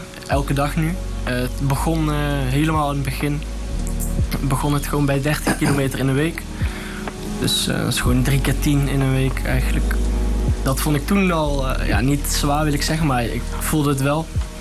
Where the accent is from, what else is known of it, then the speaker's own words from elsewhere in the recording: Netherlands; Ik kom zelf uit Nune.